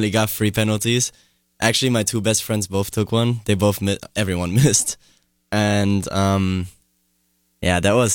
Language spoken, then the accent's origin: English; Munich, Bavaria, Germany; moved away as an adult; now in United States; I'm from Munich, from Germany. I'm a junior here, and I just wanted to come to the U.S.